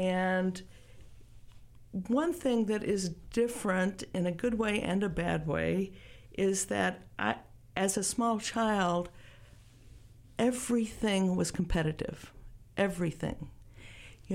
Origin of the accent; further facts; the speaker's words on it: Texas, United States; I was born in the Texas Panhandle to a family that really sounds cliche.